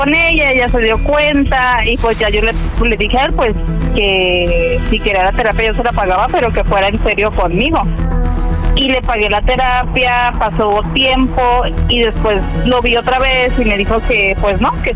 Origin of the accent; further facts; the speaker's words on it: Guadalajara, Jalisco, Mexico; 32 y soy de Guadalajara.